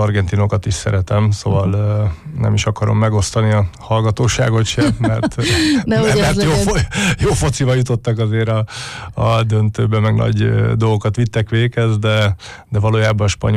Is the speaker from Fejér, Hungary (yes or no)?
no; Paks, Tolna, Hungary; moved away; hogy törzsgyökeres paksi vagyok